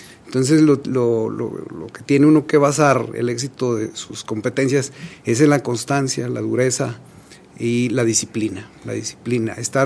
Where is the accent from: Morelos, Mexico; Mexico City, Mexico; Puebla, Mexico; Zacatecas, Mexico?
Zacatecas, Mexico; Fresnillo; Es un orgullo personal, es un orgullo como mexicano, un orgullo como zacatecano, un orgullo muy orgullo de ser de Fresnillo.